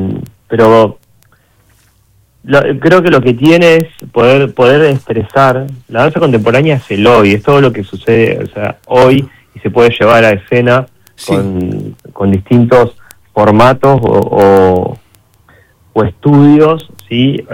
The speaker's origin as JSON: {"language": "Spanish", "town": "Río Gallegos", "region": "Santa Cruz", "country": "Argentina", "moved": "yes", "said": "En el año 2003, cuando recién me fui de Río Gallegos, yo me fui trabajando como parte del elenco del Ballet Salta en ese momento, con Hugo y Marina Jiménez."}